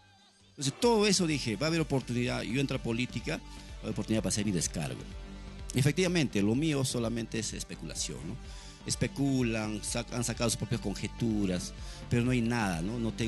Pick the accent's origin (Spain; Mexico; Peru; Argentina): Peru; Pomabamba, Ancash; moved away as an adult; Yo vine de Pobamba con cuatro carros. No, perdón, con dos carros.